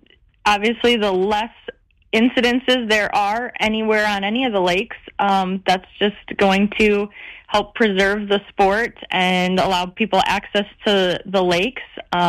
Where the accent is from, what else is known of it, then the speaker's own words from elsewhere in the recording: Fenton, Michigan, United States; Yeah, I'm from Fenton.